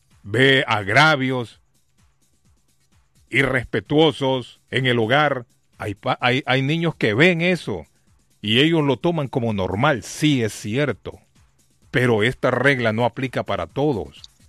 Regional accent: Honduras; yo les he contado la historia cuando yo vine de Honduras.

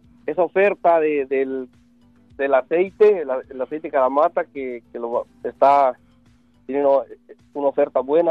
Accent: Michoacán, Mexico; now in Boston, United States; Pues yo soy del estado de Michoacán

